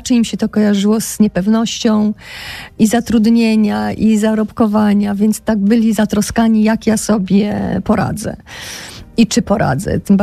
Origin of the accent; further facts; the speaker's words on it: Podlaskie Voivodeship, Poland; moved away; also born or lived in Białystok; wychowałam się w zasadzie na wsi pod Białymstokiem u nich